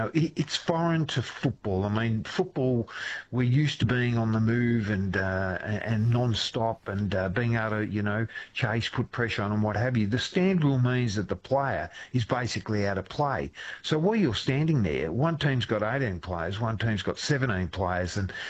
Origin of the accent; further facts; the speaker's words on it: Maffra, Victoria, Australia; I grew up on a dairy farm just out of Maffra and had four sisters.